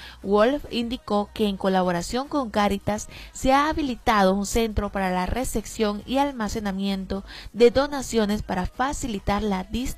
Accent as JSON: {"language": "Spanish", "country": "Venezuela", "said": "lo que nos identifica como venezolanos"}